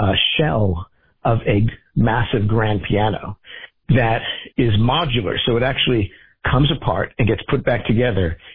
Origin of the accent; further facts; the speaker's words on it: New York City, New York, United States; as much as I love bringing it to my hometown, just like you, of New York City